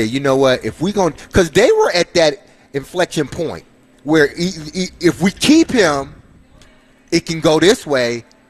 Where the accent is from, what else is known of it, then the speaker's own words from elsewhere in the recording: Detroit, Michigan, United States; I grew up in Detroit.